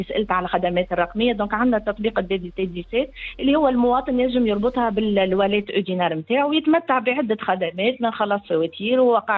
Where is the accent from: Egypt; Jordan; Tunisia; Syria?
Tunisia; بالنسبة للباقة أنا تونسي كما قلت حكيت بالنسبة للمواطنين بالخارج